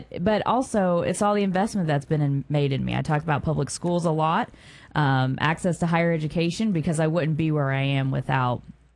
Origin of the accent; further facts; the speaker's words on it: Lawton, Oklahoma, United States; also born or lived in Lincoln, Nebraska; I'm from Southwest Oklahoma. I was raised in Lawton. My dad was in the military. He served 22 years in the Army, served in Vietnam. So the military is what brought my family to Oklahoma. Graduated from Eisenhower High School in 2004.